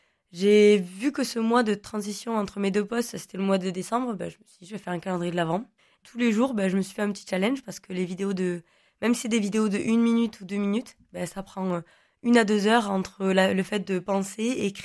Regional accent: Occitanie, France; first language Occitan; French is a second language; J'ai grandi entre les oliviers et les vignes languedociennes. Ma langue maternelle, c'est l'occitan.

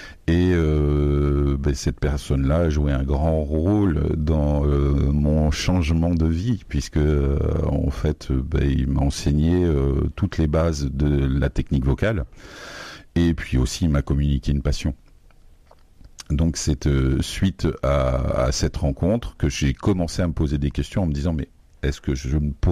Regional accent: Royan, Nouvelle-Aquitaine, France; also born or lived in Bourcefranc-le-Chapus; Je suis natif en fait de Royan. Mais j'ai vécu à Bourse-Franc, en Charente-Maritime.

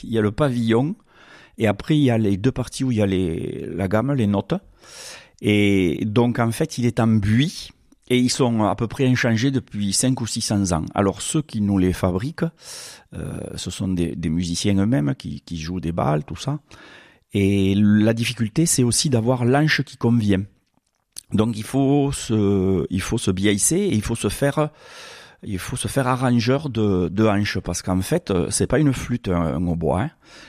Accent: Occitanie, France; chez nous dans le Tarn ou l'Aude

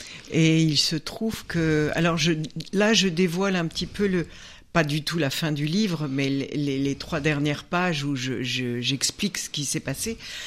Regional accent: Paris, Île-de-France, France; born there; Et si je vous disais où je suis né, c'est terrible. Je suis né à Paris. Comme tous les Bretons parisiens.

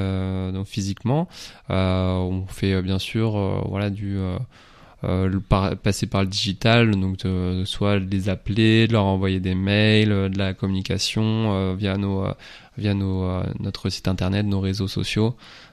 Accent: Lorient, Brittany, France; je suis de Lorient, je suis revenu sur Lorient.

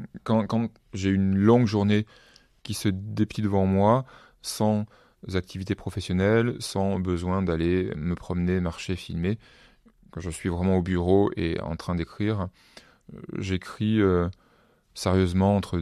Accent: Avignon, Provence-Alpes-Côte d'Azur, France; born there; je suis né à Avignon, je suis au cœur de ma terre natale.

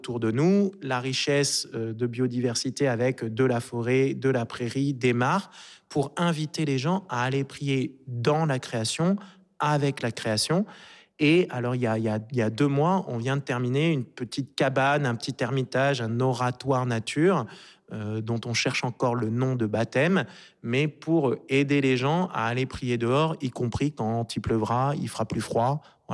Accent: Marseille, Provence-Alpes-Côte d'Azur, France; born or raised there

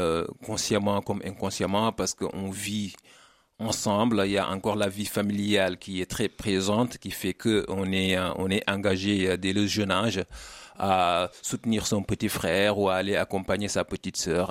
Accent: Mbour, Thiès, Senegal; also born or lived in Dakar; Donc moi je suis né au Sénégal en 1976 à Dakar.

